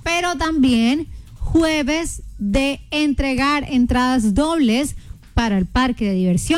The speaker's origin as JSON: {"language": "Spanish", "town": "Cartagena", "region": "Bolívar", "country": "Colombia", "said": "también soy cartagenera."}